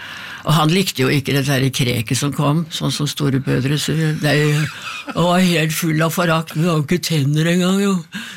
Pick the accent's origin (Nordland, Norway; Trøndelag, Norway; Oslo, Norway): Oslo, Norway; Jeg har vokst opp på Beste Vestkant, som det heter.